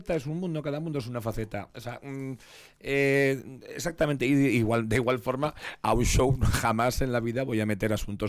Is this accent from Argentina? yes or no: no; Vitoria-Gasteiz, Basque Country, Spain; Yo primero por y para Gasteiz. Gasteiz, Araba.